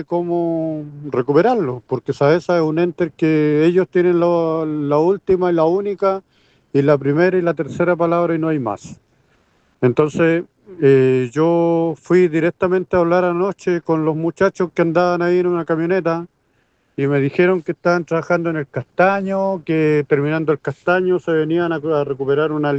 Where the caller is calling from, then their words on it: Chile; Yo vivo de Huellagüe, camino a Calasquén